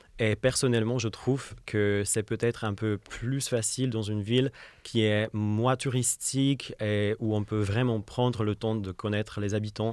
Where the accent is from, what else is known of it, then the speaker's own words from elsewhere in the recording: Czechia; French is a second language; moved away as an adult; now in France; j'ai 21 ans, je viens de la République tchèque